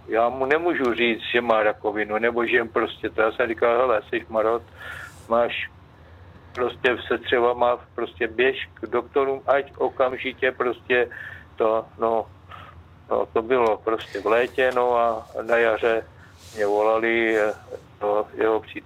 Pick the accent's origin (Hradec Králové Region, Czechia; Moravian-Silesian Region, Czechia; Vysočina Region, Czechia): Hradec Králové Region, Czechia; Kostelec nad Orlicí; to já jsem z Kostelce, to je na Zorlici